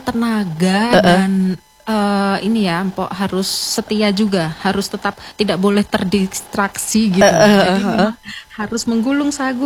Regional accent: Central Java, Indonesia; now in Manokwari, Indonesia; Saya malah dari Jawa Tengah.

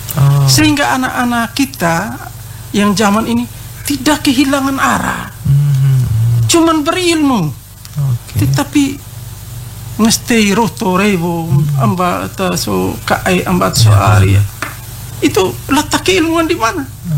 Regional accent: East Nusa Tenggara, Indonesia; Tapi kita mencintai budaya kita sehingga kita mempunyai jati diri kita sebagai orang Ende Leo.

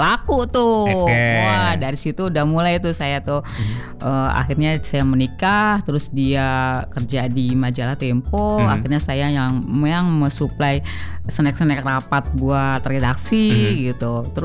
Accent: Java, Indonesia; Gendis itu diambil dari karena saya orang Jawa, suka dengan filosofi Jawa.

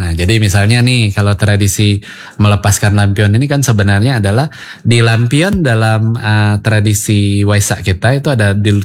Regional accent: Palembang, South Sumatra, Indonesia; now in Manokwari, Indonesia; Saya kan asal dari Palembang.

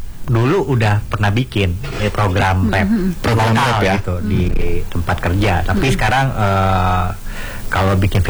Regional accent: Jakarta, Indonesia; Asli dari Jakarta, Indonesia.

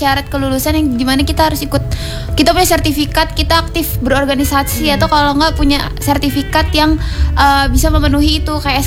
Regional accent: Bandar Lampung, Lampung, Indonesia; Aku di Bandar Lampung

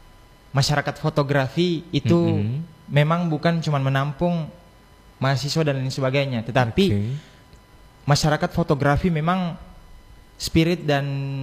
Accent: Central Sulawesi, Indonesia; now in Gorontalo, Indonesia; Kalau saya aslinya Sulawesi Tengah.

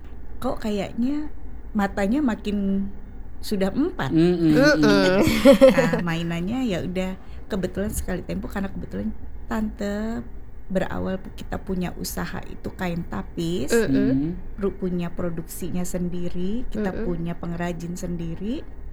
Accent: Lampung, Indonesia; now in Jakarta, Indonesia; Saya kebetulan asli orang Lampung dan memang ada di sini.

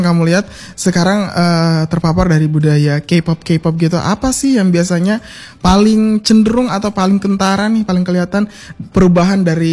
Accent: Central Sulawesi, Indonesia; Ada berapa orang kita orang Kaili di sini, tapi itu udah beda-beda Kaili lagi tuh.

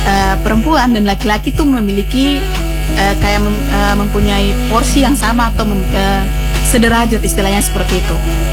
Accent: South Papua, Indonesia; di tempat asal saya atau di Kabupaten Asmat.

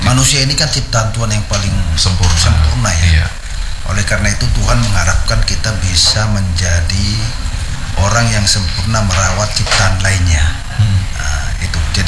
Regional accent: Sumatra, Indonesia; born there; now in East Kalimantan, Indonesia; daerah saya di Sumatera

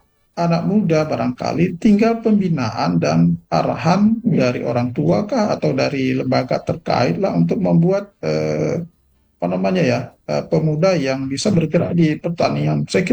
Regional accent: Aceh, Indonesia; kita Aceh Utara dan wilayah Timur

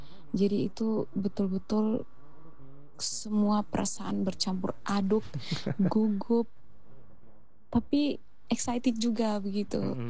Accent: Alor, East Nusa Tenggara, Indonesia; also born or lived in Kefamenanu; Saya lahir besarnya itu di Alor, cuman untuk aslinya dari mana sebenarnya saya asli orang Kefa. Kefa. Cuman bapak mama sudah menetap di Alor sudah lama sekali, jadi ya anggap saja kami orang Alor.

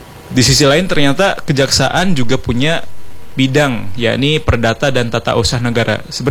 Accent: Banten, Indonesia; moved away as an adult; now in Kaimana, Indonesia; perkenalkan … okay. SH. Asal saya dari Banten. Nah, kebetulan ini dapat penempatan pertama jaksa di Kaimana, Papua Barat gitu.

